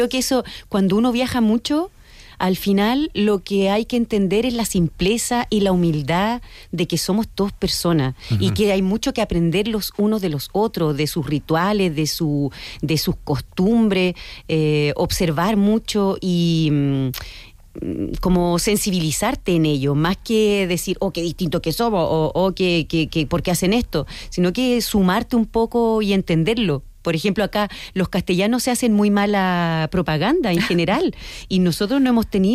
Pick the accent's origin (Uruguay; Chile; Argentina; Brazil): Chile; now in Spain; la verdad que somos muy chilenos